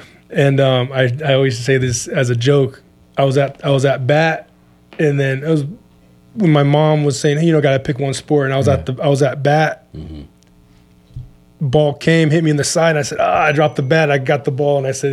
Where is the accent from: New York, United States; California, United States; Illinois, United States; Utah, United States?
California, United States; Born and raised on the Saboba Indian Reservation. I've been there my whole life, born and raised, like I said. Been playing basketball. I'm 35 years old